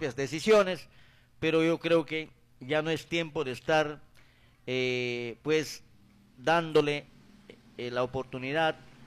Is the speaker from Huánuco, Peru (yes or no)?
no; Aguaytía, Ucayali, Peru; born there; Somos de ucayalinos, pero yo nací en Abaitía, pero pertenezco a Ucayali.